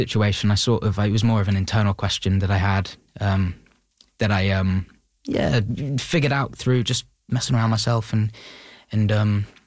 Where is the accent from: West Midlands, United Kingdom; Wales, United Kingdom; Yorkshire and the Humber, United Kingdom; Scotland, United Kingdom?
Yorkshire and the Humber, United Kingdom; Beverly; My hometown. Beverly, we're kind of in between Beverly, Pocklington, York, in Yorkshire.